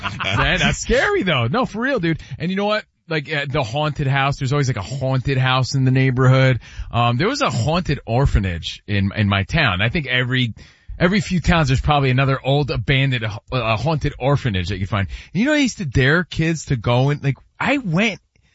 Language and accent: English; Garden City South, New York, United States; In between my house growing up and the local park, Garden City South Park, there was some good basketball, courts.